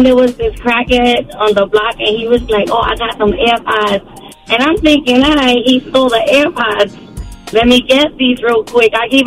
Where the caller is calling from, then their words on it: New York City, New York, United States; I'm from the Bronx